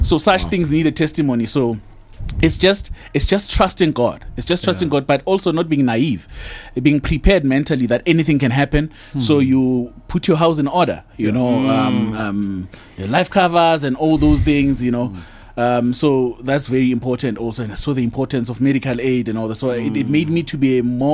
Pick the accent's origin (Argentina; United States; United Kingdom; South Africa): South Africa; Gauteng; I'm from East Rand.